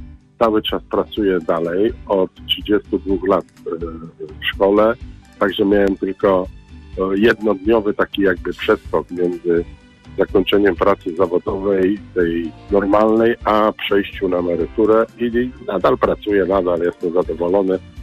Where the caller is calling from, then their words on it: Poznań, Greater Poland Voivodeship, Poland; z Poznania.